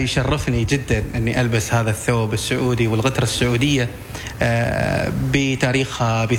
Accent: Oman; also born or lived in Saudi Arabia; أنا سعيد صراحة بتواجدي في بلادي سلطنة عمان

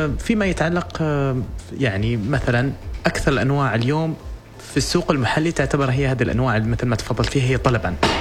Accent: Oman; احنا كعمانيين كمستهلك عماني

